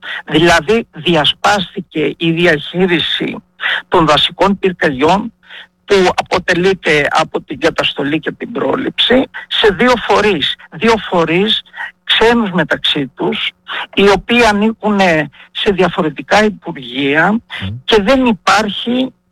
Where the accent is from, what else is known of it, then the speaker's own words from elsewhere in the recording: Epirus, Greece; εδώ στην πατρίδα μου, στην Ήπειρο, έτσι, στο νομό Ιωαννίνων